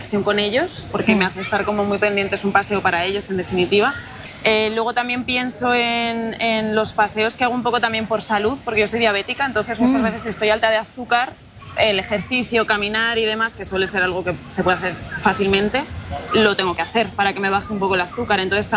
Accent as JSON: {"language": "Spanish", "town": "Segovia", "region": "Castile and León", "country": "Spain", "said": "Sí, sí, yo soy de Segovia."}